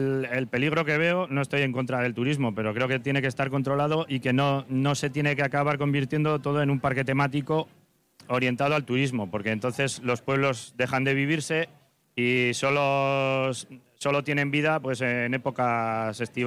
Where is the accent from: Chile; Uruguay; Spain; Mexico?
Spain; Moreda, Basque Country; yo soy de Rioja Alavesa, de Moreda en concreto.